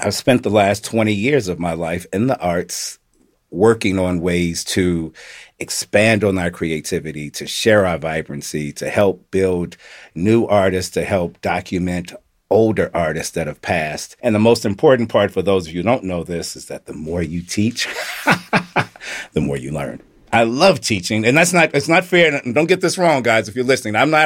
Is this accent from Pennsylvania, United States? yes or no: no; Chicago, Illinois, United States; also born or lived in Mississippi; I was born in the South, moved from Mississippi to Chicago as a toddler. My parents were educators here. My father taught at Calumet High School for 30 years. My mother at Phillips High School, lived in the Chatham neighborhood, then moved out to West Pullman.